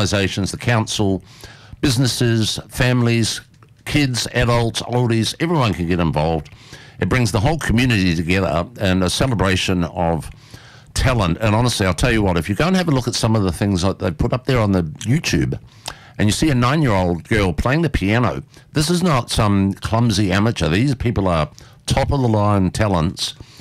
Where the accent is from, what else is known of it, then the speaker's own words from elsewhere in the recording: New Zealand; now in Australia; But in Australia, I understand, I come from New Zealand, it's sort of, it's a bit of a objectification of a woman. So I do apologise. It was the New Zealand, I'll blame my New Zealand background there.